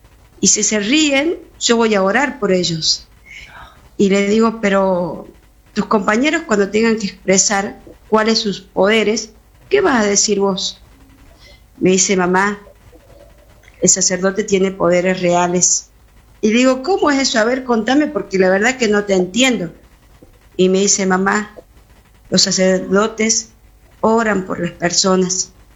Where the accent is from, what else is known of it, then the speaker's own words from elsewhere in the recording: Campo Quijano, Salta, Argentina; Bueno, nosotros somos de Campo Quijano, es un pueblito en Salta, que está a 30 kilómetros de la capital de Salta. Ya estamos a los pies del cerro.